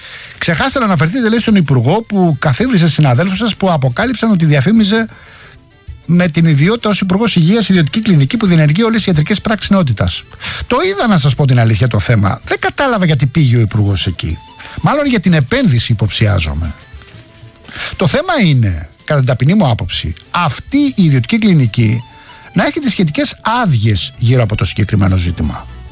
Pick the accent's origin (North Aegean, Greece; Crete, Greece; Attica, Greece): Attica, Greece; Rafina; Ω, από την πατρίδα μου βλέπω. Τη Ραφίνα με το ροδαλό χρωματισμό της ατμόσφαιρας πίσω από τα βουνά της Εύβοιας.